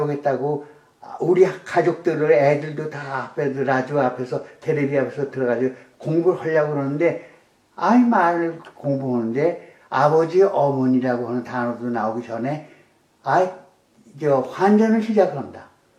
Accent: Seoul, South Korea; born there; 나 서울 태생인데

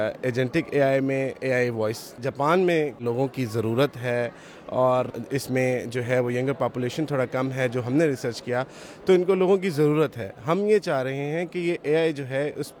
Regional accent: Lahore, Punjab, Pakistan; اور ہم لاہور سے آئے ہیں۔

